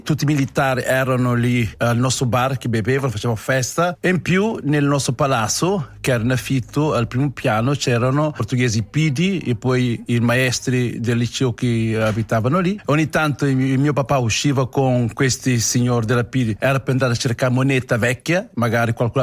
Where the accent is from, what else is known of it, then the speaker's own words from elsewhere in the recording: Cape Verde; moved away; A Capoverde, in diversi, ognuno c'è il suo dialetto e c'è il suo modo di parlare. Sì. Però si capisce, parliamo il Badio di Santiago